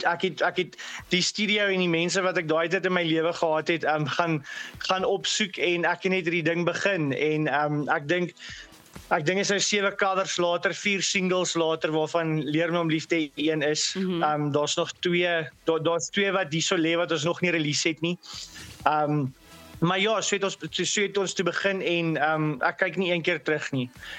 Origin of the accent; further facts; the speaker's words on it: Barberton, Mpumalanga, South Africa; moved away; also born or lived in Meyerton; ek het groot geword in Barberton in daai jare toe die musiek begin het. En ja, maar die wêreld getravel in Meyerton opgeëindig.